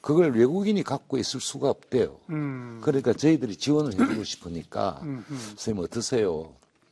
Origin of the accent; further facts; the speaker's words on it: South Korea; also born or lived in Japan; 제가 한국 사람이라고